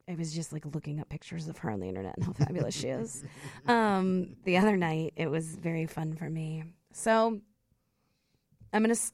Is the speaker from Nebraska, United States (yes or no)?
no; Florida, United States; also born or lived in North Carolina; I'm from Florida where basements aren't a thing we have.